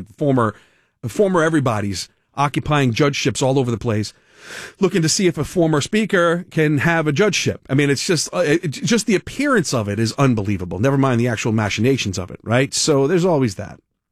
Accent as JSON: {"language": "English", "town": "Providence", "region": "Rhode Island", "country": "United States", "tie": "born there", "said": "I was born in Women's Infants Hospital in Providence."}